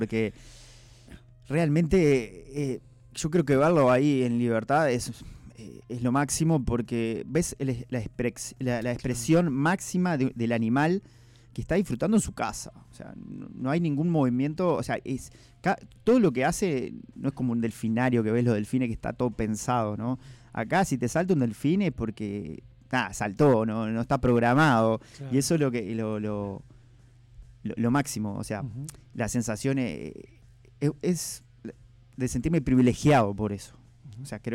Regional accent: La Paloma, Rocha, Uruguay; como uruguayos y como palomenses, rochenses, tenemos que sentirnos privilegiados de tener la ruta de las ballenas

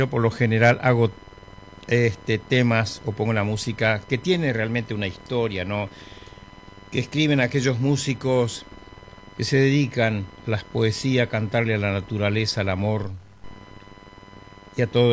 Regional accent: Presidencia de la Plaza, Chaco, Argentina; now in Ushuaia, Argentina; saludo para toda mi gente de Mi Pueblo, presidencia de la Plaza

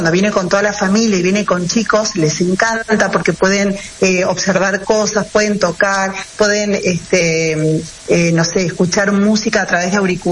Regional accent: Salta, Argentina; la identidad salteña y de que todos somos salteños y que pertenecemos acá

